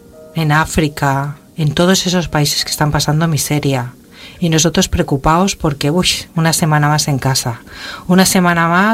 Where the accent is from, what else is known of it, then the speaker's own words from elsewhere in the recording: Catalonia, Spain; Yo soy europea y me considero, yo soy española, soy catalana, pero yo soy ciudadana del mundo